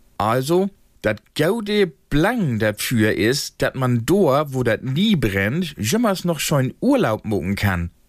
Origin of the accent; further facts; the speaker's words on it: Mecklenburg-Vorpommern, Germany; Kick wie mal, ob die Waldbrände de jägen Sommer in Südeuropa, in Kalifornien, owas auch bei uns in McPom und so in Gang sind.